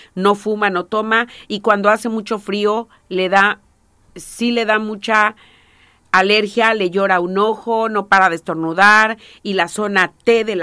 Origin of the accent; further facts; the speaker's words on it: Coatzintla, Veracruz, Mexico; Desde la Ruiz Cortines de Coatzintla, yo soy oriunda de Coatzintla, Veracruz.